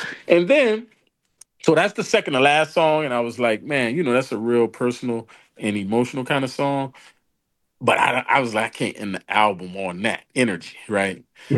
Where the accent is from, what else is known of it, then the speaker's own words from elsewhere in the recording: New Orleans, Louisiana, United States; the first verse is more about me and growing up in New Orleans around the drug dealers, the this, the that, but in a way that's really paying respects to how I was brought up.